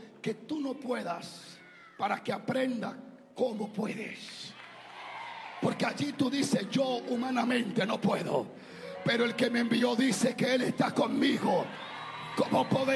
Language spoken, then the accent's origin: Spanish; Dominican Republic; Como buen dominicano, siempre un poquitito de arroz, un poquitito de aceite.